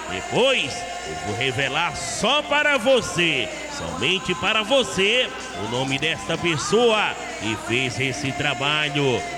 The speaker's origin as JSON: {"language": "Portuguese", "town": "Vitória da Conquista", "region": "Bahia", "country": "Brazil", "lives_now": "São Paulo, Brazil", "said": "Sou de Vitória da Conquista."}